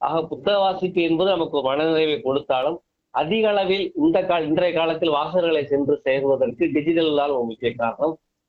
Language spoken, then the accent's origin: Tamil; Rajapalayam, Tamil Nadu, India; born there; also born or lived in Siveri; சிவேரியில தான் என்னோட சொந்த ஊர் இல்லையா. ஆனா சிவேரியிலேயே பிறந்தேன், அங்கேயே படித்து அங்கேயே வளர்ந்திருந்தால் நிச்சயமாக கூத்தை எழுதியிருக்க மாட்டேன் நான். அந்த சிவேரியை விட்டு பஞ்சம் விளைப்பதற்காக அப்பா அம்மா காலத்திலே ராஜபாளையத்துக்கு வந்துட்டோம்.